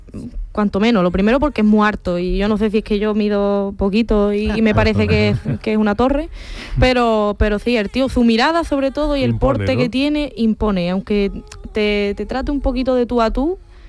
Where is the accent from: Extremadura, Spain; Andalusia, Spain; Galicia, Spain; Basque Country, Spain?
Andalusia, Spain; Cádiz; puedo decir carnavalera, soy de Cádiz